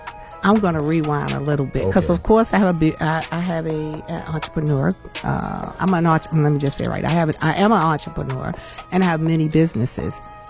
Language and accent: English; Baltimore, Maryland, United States; That is, you know, we're from the same zone. I'm Kirk Avenue.